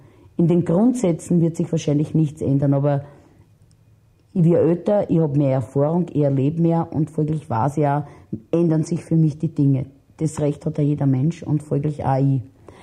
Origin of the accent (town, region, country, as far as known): Vienna, Austria; born or raised there